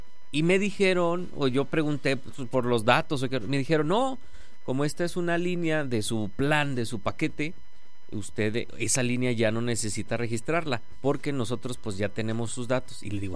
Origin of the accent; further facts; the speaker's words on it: Mexico; Como buenos mexicanos hasta el último.